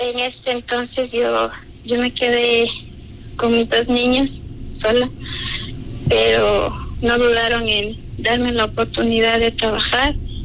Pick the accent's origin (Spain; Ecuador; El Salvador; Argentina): Ecuador; no solo somos 15 familias de Quillaturo. En Quillaturo había muchas más familias.